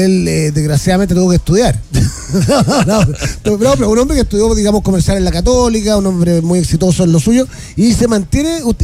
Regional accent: Chile

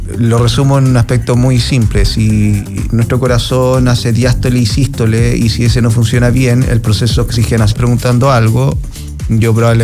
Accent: Curicó, Maule, Chile; yo soy de Curicó

